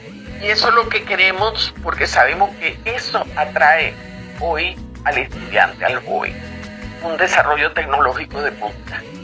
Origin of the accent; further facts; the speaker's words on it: Venezuela; nosotros como venezolanos